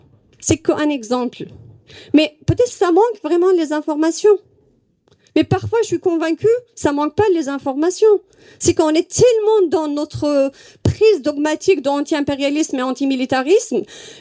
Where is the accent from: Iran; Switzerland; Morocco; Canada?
Iran; now in Paris, France